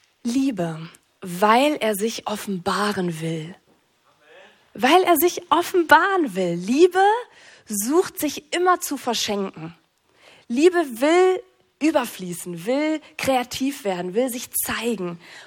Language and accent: German; North Rhine-Westphalia, Germany; Ich komme aus NRW.